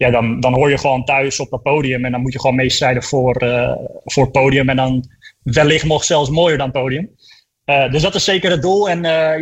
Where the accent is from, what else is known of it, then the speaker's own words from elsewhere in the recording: Almere, Flevoland, Netherlands; born there; Ik bedoel, ik ben geboren in het Flevo ziekenhuis, een paar honderd meter van de start en de finish vandaan, zeg maar.